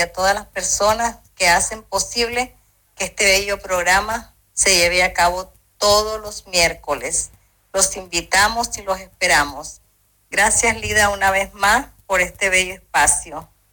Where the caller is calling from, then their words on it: Nicaragua; soy de Nicaragua.